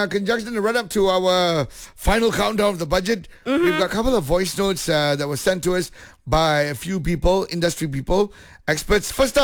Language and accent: English; Malaysia; I felt so proud being Malaysian.